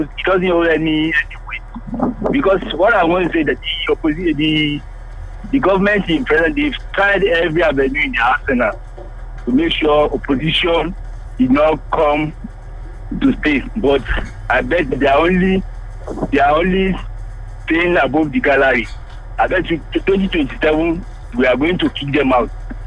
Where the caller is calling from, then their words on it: Amoyo, Kwara, Nigeria; I'm calling from Amoyo.